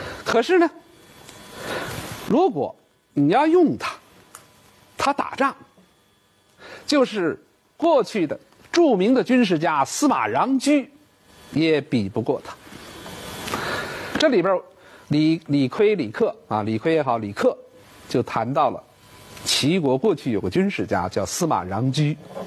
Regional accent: China; 我们中国人说话经常是连着说，

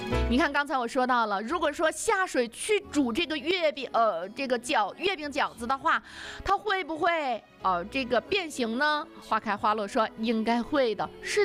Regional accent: China

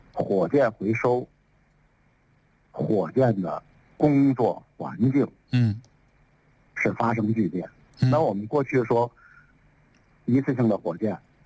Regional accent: China; 那我们中国人尝试了第三种技术路径

